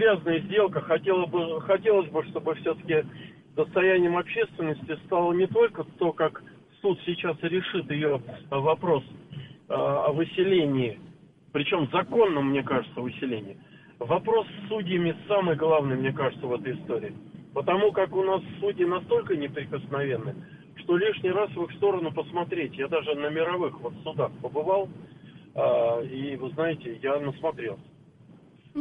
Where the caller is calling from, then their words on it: Moscow, Russia; Добрый день, меня зовут … я из Москвы.